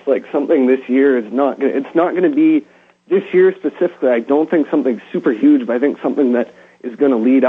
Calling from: Canada; from Canada.

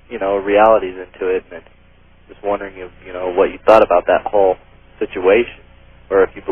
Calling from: Arvada, Colorado, United States; in Arvada.

